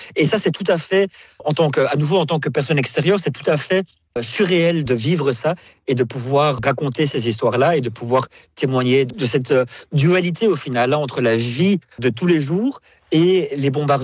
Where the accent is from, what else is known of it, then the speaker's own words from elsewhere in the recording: Belgium; now in Ukraine; en tant que Belge qui suis sur place